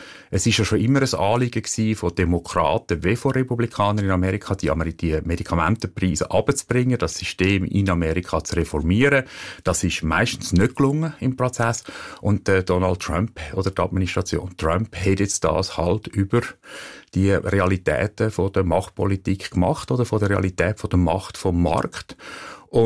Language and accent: German; Switzerland; schwierig für uns als Schweizer, als Europäer.